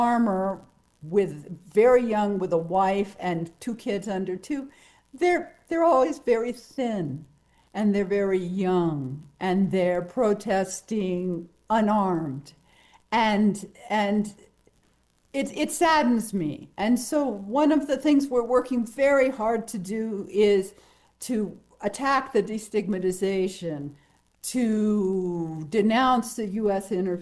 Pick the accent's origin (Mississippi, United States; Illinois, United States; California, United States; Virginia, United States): Virginia, United States; Well, first, I'd like to share my solidarity because I am also from Virginia.